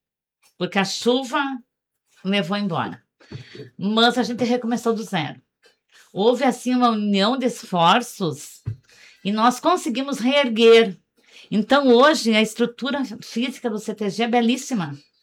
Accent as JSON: {"language": "Portuguese", "region": "Rio Grande do Sul", "country": "Brazil", "said": "todos somos gaúchos"}